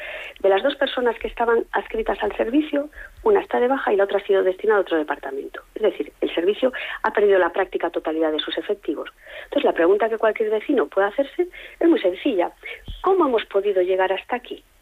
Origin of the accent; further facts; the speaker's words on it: Galicia, Spain; born there; mi familia pues es del País Vasco, mi madre es de Bilbao y bueno, aunque yo nací aquí en Galicia, no he vivido nunca allí